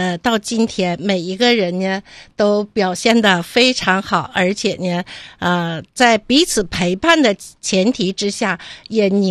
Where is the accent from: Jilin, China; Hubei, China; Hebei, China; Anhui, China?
Jilin, China; Changchun; 因为我们的长春风景很美，就是故乡，